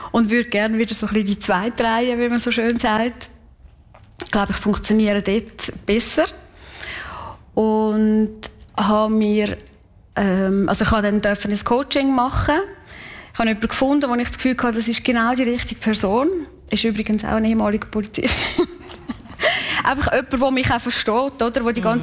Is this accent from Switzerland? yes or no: yes; Kaltbrunn, St. Gallen, Switzerland; born or raised there